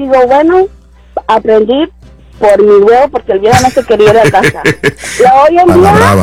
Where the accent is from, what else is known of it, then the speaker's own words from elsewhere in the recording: Managua, Nicaragua; born there; moved away; also born or lived in Nagarote; yo nací en Managua, pero radiqué en Navarrete, donde es el mejor quesillo.